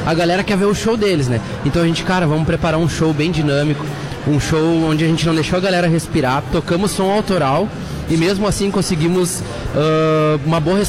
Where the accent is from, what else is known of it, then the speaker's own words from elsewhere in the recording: Uruguaiana, Rio Grande do Sul, Brazil; eu sou de Uruguaiana, né? Sim. Então eu cresci com essa fronteira, com essa influência da fronteira